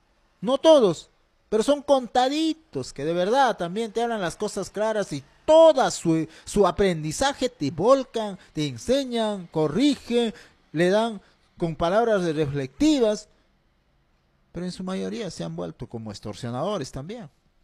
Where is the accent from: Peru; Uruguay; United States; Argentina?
Peru; Junín; moved away; also born or lived in Ricrán, Jauja, Junín; mi centro poblado donde me vio crecer, centro poblado Unión Autiqui